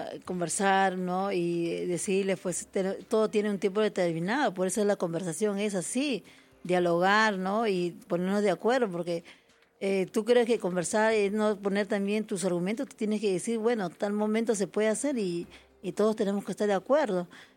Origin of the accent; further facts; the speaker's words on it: Los Olivos, Lima, Peru; porque yo soy de Los Olivos